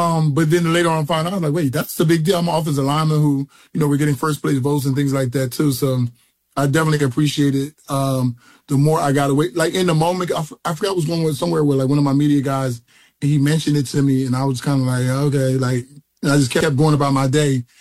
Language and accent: English; New Jersey, United States; So, like, I grew up in South Jersey, so we were a Reggie White fan.